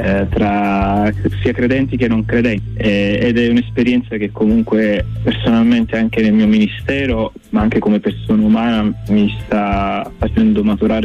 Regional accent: Sant'Antimo, Campania, Italy; io sono napoletano, provincia di Napoli, di Sant'Antimo

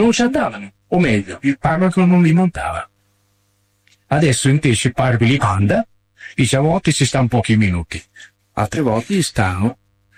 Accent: Bologna, Emilia-Romagna, Italy; Siccome sono bolognese, mi picco di dire che c'è qualcosa di buono anche a Bologna.

